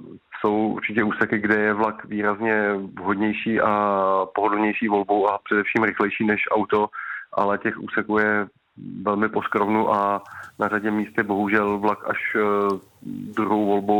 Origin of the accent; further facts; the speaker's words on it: Liberec, Liberec Region, Czechia; Já sám jsem z Liberce